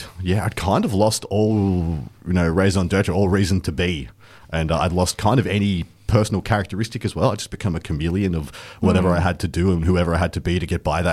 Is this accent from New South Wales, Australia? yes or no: no; Werribee, Victoria, Australia; born or raised there